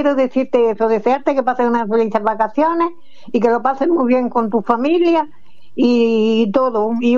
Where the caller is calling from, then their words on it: Motril, Andalusia, Spain; Me llamo de Motril.